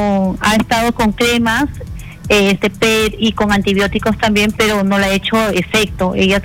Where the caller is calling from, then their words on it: Lima, Peru; me comunico de La Victoria.